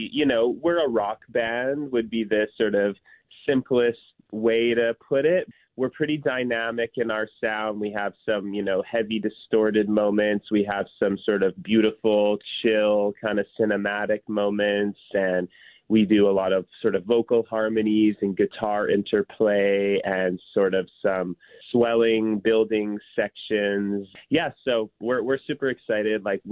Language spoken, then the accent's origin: English; Winnipeg, Manitoba, Canada; We're all from Canada. We're all from Winnipeg specifically, actually.